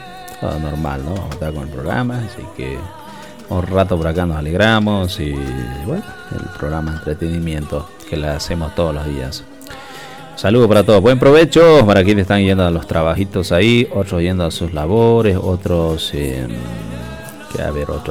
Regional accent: Bolivia

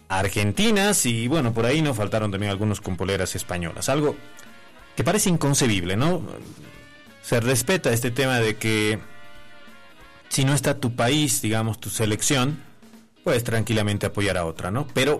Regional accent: Bolivia; soy boliviano

